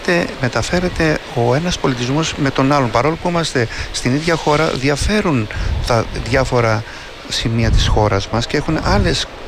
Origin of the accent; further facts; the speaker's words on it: Kasos, South Aegean, Greece; Και εμένα το νησί μου είναι δίπλα ακριβώς, Κάσος.